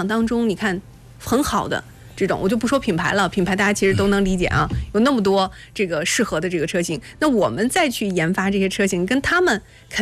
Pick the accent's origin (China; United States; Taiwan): China; Shandong; 我作为一个山东人，以前学这个地理的时候觉得非常的惊讶